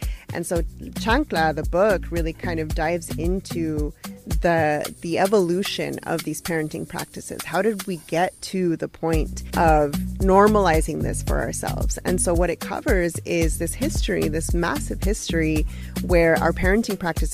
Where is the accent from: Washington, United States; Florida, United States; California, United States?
California, United States; Santa Ana; I was, 1987. Born and raised in Santana, now raising my babies there.